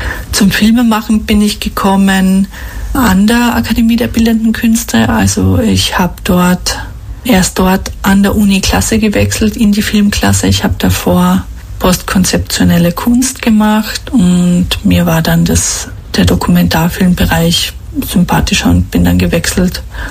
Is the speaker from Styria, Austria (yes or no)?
no; Ludmannsdorf, Carinthia, Austria; now in Vienna, Austria; Ich bin aus Kärnten, also geboren in Kärnten und aufgewachsen in Ludmannsdorf im Rosental. Lebe nun seit 16 Jahren in Wien